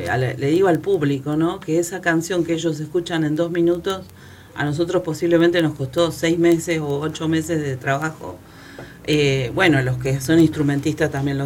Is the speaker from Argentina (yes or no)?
yes; Comandante Luis Piedrabuena, Santa Cruz, Argentina; de chica en Piedrabuena